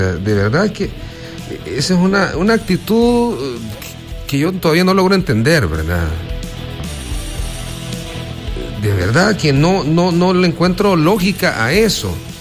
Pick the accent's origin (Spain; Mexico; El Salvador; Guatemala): El Salvador; al final somos salvadoreños